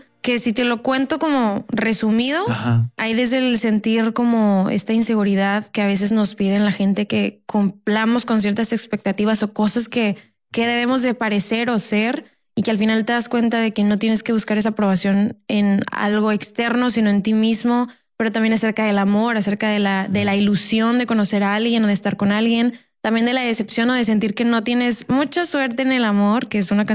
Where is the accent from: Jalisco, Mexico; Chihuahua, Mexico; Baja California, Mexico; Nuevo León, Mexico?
Nuevo León, Mexico; Monterrey; soy de Monterrey, soy artista, cantante y compositora